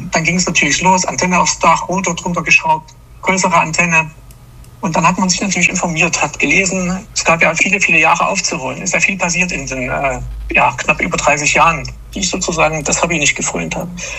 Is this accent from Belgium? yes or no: no; East Germany, Germany; da hast du gehört, ich komme ja selber aus der DDR. Ich habe also quasi gar nicht in den Genuss gekommen, damals RBI empfangen zu können.